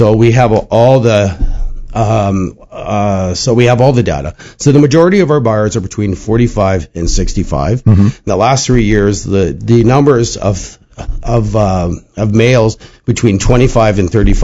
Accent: Saskatoon, Saskatchewan, Canada; Like I remember when I grew up here in Saskatoon in the 1970s, I'd see the muscle cars everywhere.

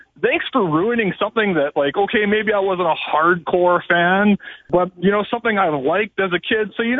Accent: Winnipeg, Manitoba, Canada; I grew up being a Canadiens fan, even though I'm from Winnipeg

